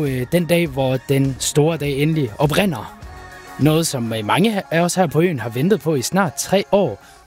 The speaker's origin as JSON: {"language": "Danish", "region": "Central Denmark Region", "country": "Denmark", "said": "Jeg er jo vestjyde helt ind til benet."}